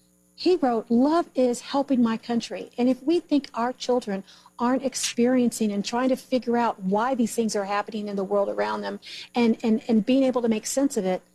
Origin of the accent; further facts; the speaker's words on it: Houston, Texas, United States; I grew up in Houston, Texas, and I read the diary in middle school.